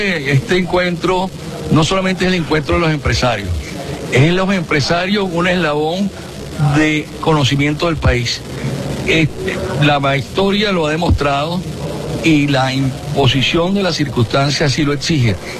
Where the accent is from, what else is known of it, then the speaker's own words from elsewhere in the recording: Venezuela; porque al fin y al cabo los empresarios somos venezolanos